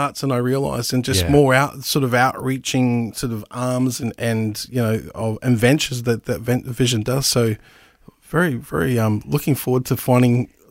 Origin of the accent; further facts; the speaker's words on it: Brisbane, Queensland, Australia; So so I'm a Brisbane boy, born and bred. So very much a Queenslander. I identify as a Queenslander.